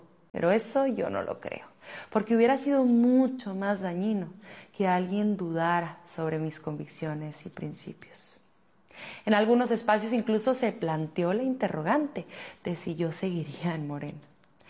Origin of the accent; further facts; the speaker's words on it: Ciudad Juárez, Chihuahua, Mexico; born there; coordinar los trabajos de la transformación en Ciudad Juárez, tierra trabajadora en la que nací y cuyos dolores me empujaron a hacer política.